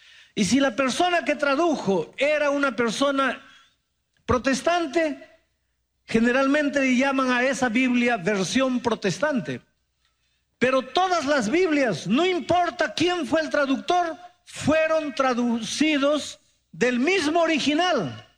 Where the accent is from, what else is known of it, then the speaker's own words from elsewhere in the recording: Mexico; Pero resulta que los mexicanos no hablamos ni griego, ni hebreo, ni arameo.